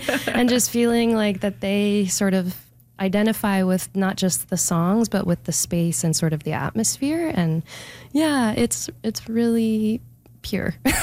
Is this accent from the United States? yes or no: no; Fredericton, New Brunswick, Canada; now in Saint John, Canada; I grew up in Fredericton, but I have lived the last few years in St. John